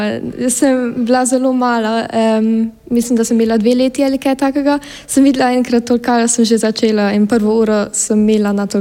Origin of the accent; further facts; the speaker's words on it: Klagenfurt, Carinthia, Austria; also born or lived in Ljubljana, Slovenia; Jaz sem iz Klagenfurt na Koroškem v Avstriji.